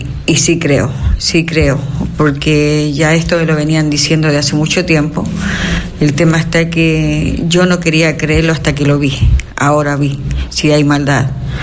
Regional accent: Artificio, Valparaíso, Chile; soy de Artificio.

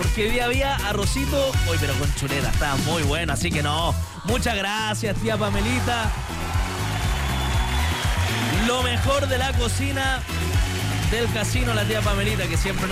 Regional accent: Chile; somos chilenos

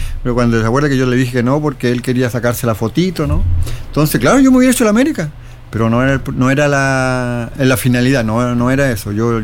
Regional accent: Juan López, Antofagasta, Chile; yo llevo 11 años en Juan López, pero yo crecí en Juan López.

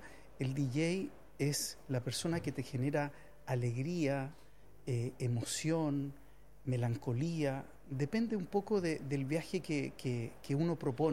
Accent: Santiago, Santiago Metropolitan Region, Chile; nacido y criado de Santiago.

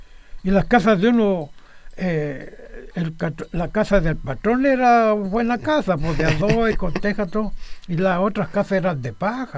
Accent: Maule, Chile; yo soy descendiente de Loanco. Yo crecí en Loanco.

